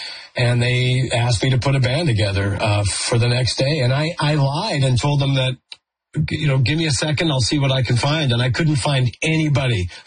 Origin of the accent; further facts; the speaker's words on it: Saskatchewan, Canada; because he was from Texas and I was from Saskatchewan